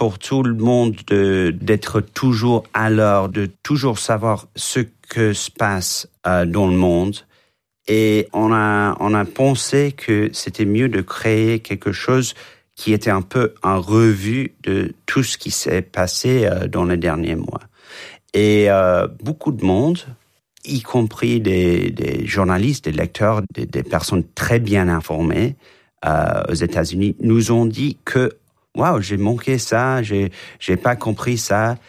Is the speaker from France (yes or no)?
no; England, United Kingdom; Et comme j'ai dit, j'ai grandi en Angleterre et j'ai vu la même chose qui se passe là-bas.